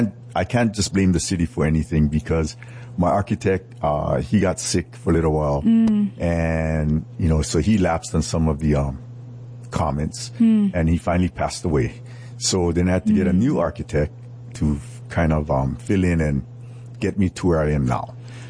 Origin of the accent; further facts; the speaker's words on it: Mauna Loa, Hawaii, United States; I'm from Mauna Loa, and I grew up in Mauna Loa